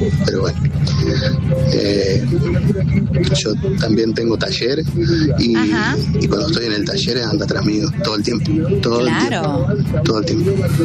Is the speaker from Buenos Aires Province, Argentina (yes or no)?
yes; Ameghino, Buenos Aires Province, Argentina; transportista de cereales.